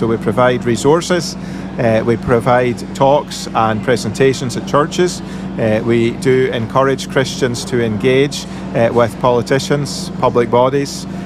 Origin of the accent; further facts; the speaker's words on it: Scotland, United Kingdom; accent: Scottish; moved away as an adult; now in Belfast, United Kingdom; I grew up in Scotland on the east coast near Dundee. And when I was 22, I came to live in Belfast. And 27 years later, I'm still in Northern Ireland